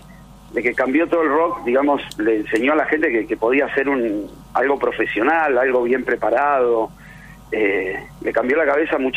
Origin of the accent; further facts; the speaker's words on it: Mar del Plata, Buenos Aires Province, Argentina; la suerte que tuve de ver a … yo soy de Mar del Plata.